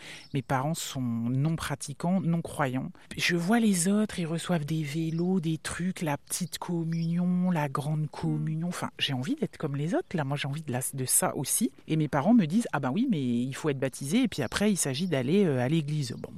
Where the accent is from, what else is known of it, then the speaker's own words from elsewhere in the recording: Brittany, France; Or, moi, vraiment, je suis une fille des terres. Je suis une bretonne et je ne fais pas de bateau, quoi.